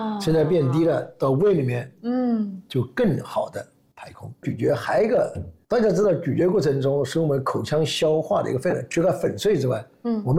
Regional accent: China; 这是我们中国人的常态，不知道在忙什么

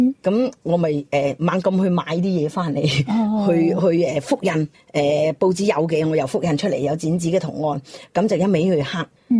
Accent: Guangzhou, Guangdong, China; 我哋广州人好多即系唔系广州人都好啦

